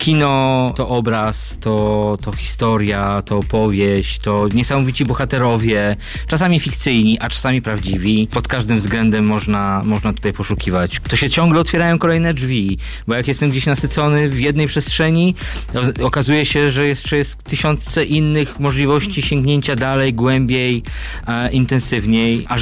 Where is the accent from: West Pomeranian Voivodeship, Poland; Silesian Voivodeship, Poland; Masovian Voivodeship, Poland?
West Pomeranian Voivodeship, Poland; Nowogard; Pochodzę z małego miasteczka na Pomorzu Zachodnim, z Nowogardu. Tam było kino, jest do dzisiaj, chociaż w remoncie dzisiaj, kino Orzeł, które dostarczało nam jako nastoletnim dzieciakom oczywiście tych filmowych przygód